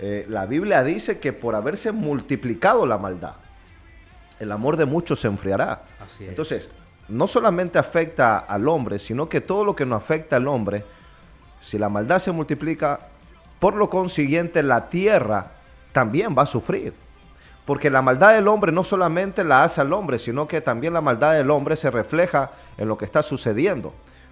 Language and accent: Spanish; Ecuador; now in Spain; en mi país, Ecuador